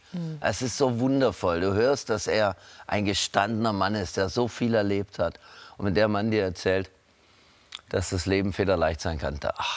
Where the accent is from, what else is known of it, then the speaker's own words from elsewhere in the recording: Swabia, Germany; Ich bin Schwabe.